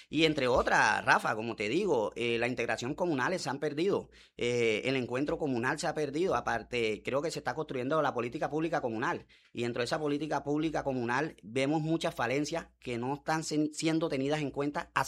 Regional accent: Cartagena, Bolívar, Colombia; accent: Cartagena; also born or lived in Medellín; a los 2 años me trajeron para Cartagena, ya soy cartagenero. Sí. Con 41 años soy cartagenero.

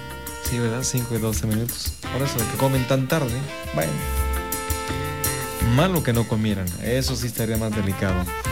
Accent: Mexico; los mexicanos somos muy, muy botaneros.

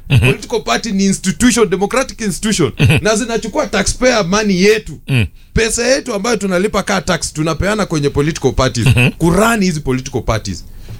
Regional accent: Busia County, Kenya; mimi natoka Busia

